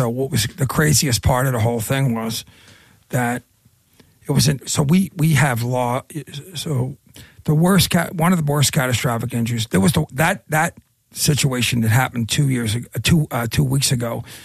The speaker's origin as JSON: {"language": "English", "town": "Philadelphia", "region": "Pennsylvania", "country": "United States", "tie": "born or raised there", "said": "I grew up in East Falls. I live two doors down from the house I grew up in."}